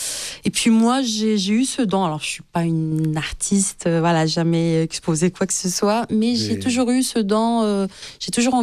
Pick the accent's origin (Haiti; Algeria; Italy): Algeria; Algiers, Algiers Province; moved away as an adult; now in France; moi, je suis née et grandie en Algérie, à Alger. Et je suis arrivée en France, donc du coup à l'âge adulte.